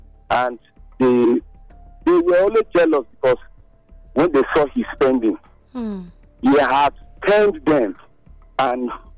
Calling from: Nigeria; I'm reaching you from Wigida.

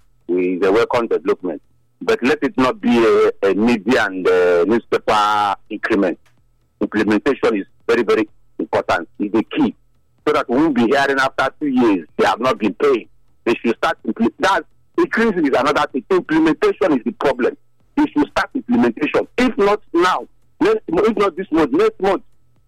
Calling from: Benin; I'm calling from Benin.

